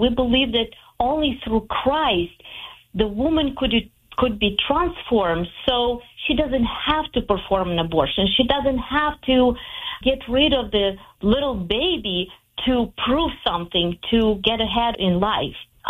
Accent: Ukraine; After he passed away, I went to Ukraine, to my home country, And I believe it was not accidentally.

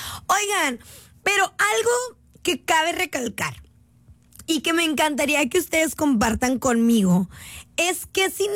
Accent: Mexico; algo que creo que nos define como mexicanos en este mundial

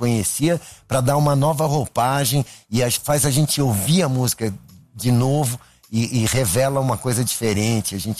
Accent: São Paulo, Brazil

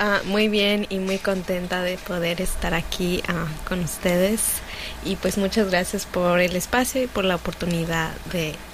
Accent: San Juan Mixtepec, Oaxaca, Mexico; yo soy originaria de San Juan Mixtepe, Oaxaca

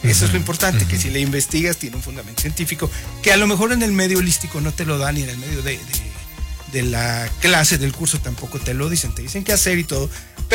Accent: Mexico City, Mexico; now in Cuernavaca, Mexico; Me dediqué a tocar con artistas ahí en México, soy de la Ciudad de México, y desde el año 2000 me vine acá a Cuernavaca a vivir.

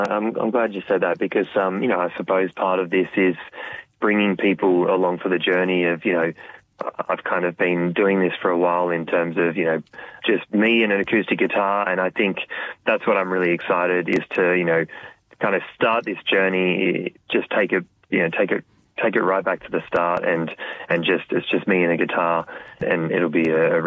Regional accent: Batemans Bay, New South Wales, Australia; I'm really excited to come back to Batemans Bay and to play a show there

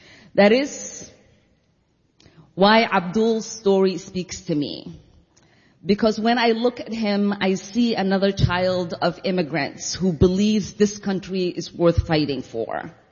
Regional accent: Minnesota, United States; As a Minnesotan, I know something about the spirit of the Midwest.

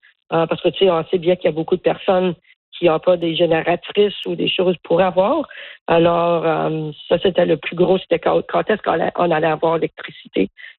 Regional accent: Cape Breton, Nova Scotia, Canada; je retourne chez nous au Cap-Breton ce matin.

